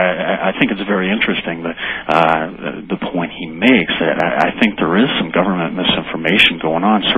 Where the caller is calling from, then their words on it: Boulder, Colorado, United States; I'm calling from Boulder, actually.